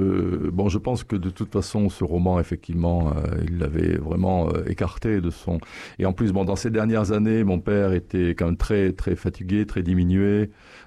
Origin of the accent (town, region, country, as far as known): Guéret, Nouvelle-Aquitaine, France; born or raised there